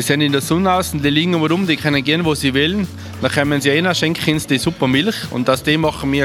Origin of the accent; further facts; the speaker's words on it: Tyrol, Austria; Wir sind Tiroler, wir sind alle Tiroler